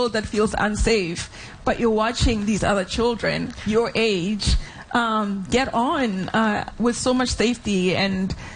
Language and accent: English; North West, South Africa; Anyway, I grew up in Bophuthatswana